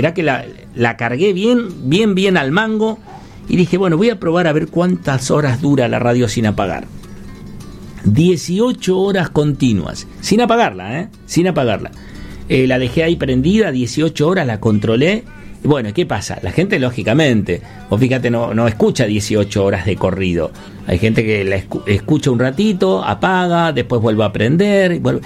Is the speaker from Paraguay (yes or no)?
no; Argentina